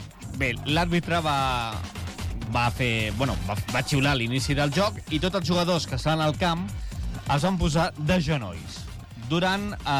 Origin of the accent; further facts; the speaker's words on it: Santa Coloma, Catalonia, Spain; Pues aquí de Santa Coloma.